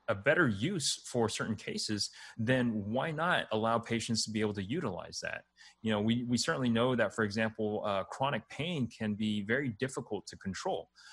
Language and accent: English; Texas, United States; I was born and raised in Texas.